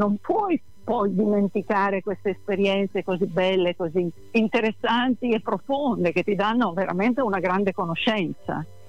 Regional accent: Turin, Piedmont, Italy; now in Rome, Italy; essendo io torinese, vivendo a Roma

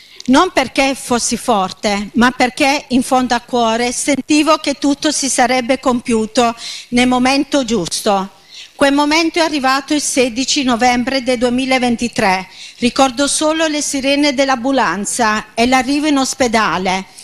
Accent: Apulia, Italy; now in Bologna, Italy; sono pugliese, ma vivo a Bologna da 30 anni

